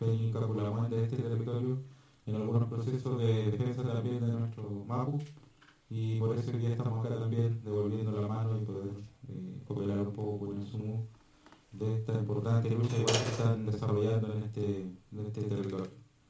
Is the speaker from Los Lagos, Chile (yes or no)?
yes; San Juan de la Costa, Los Lagos, Chile; soy machi de San Juan de la Costa, Osorno.